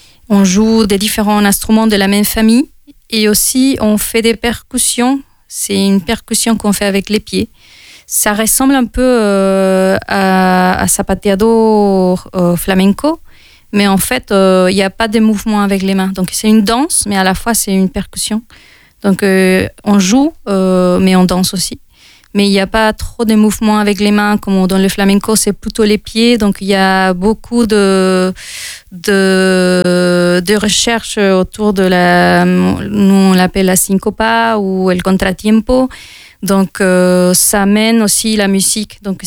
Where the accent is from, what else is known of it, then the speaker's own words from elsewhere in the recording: Mexico; French is a second language; moved away as an adult; now in France; Et moi, je venais du Mexique. Je ne suis jamais allée dans un autre pays pour vivre.